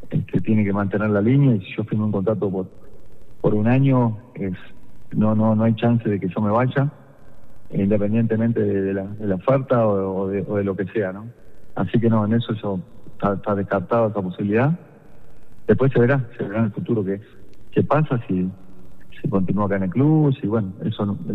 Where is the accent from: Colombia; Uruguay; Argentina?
Uruguay